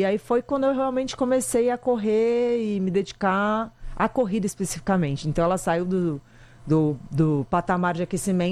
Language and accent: Portuguese; Santos, São Paulo, Brazil; moved away as an adult; now in São Paulo, Brazil; Eu sou de Santos. E aí, quando eu vim morar aqui, faz mais de 20 anos isso